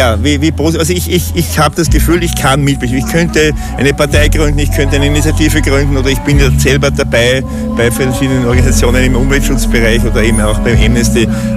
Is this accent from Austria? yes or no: yes; Austria; ich als Österreicher in einem der reichsten Länder der Welt